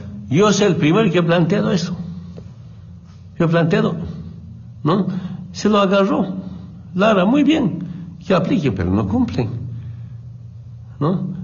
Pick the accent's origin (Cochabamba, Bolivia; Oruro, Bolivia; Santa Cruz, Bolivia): Oruro, Bolivia; Orinoca; Yo cuando me vine de Orinoca acá, de Oruro al Trópico, quería plantar plátano, naranja, coca, y quería estudiar, quería ser periodista.